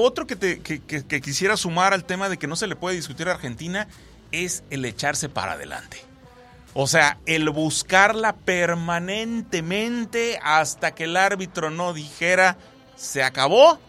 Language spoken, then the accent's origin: Spanish; Mexico; Siendo yo mexicano, pues siempre voy con México, obvio.